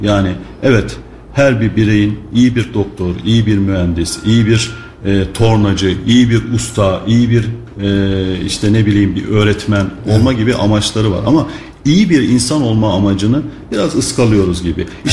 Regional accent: Marmaris, Muğla, Turkey; born there; Şimdi benim Marmaris, Muğla Marmaris doğumluyum.

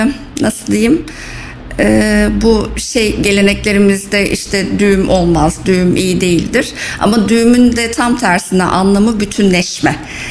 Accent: İskenderun, Hatay, Turkey; moved away as an adult; also born or lived in Gaziantep; now in Kayseri, Turkey; aslen Antepli, Gaziantepli. Doğma büyüme İskenderunlu. 85 doğumluyum. Evliyim. 22 yıldır Kayseri'deyim. Oh, artık maşallah. Kayserili oldum.

